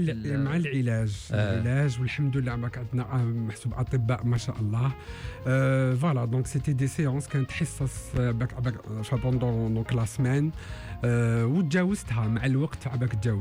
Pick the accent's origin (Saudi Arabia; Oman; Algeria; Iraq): Algeria; Algiers, Algiers Province; نحن من الجزائر العاصمه.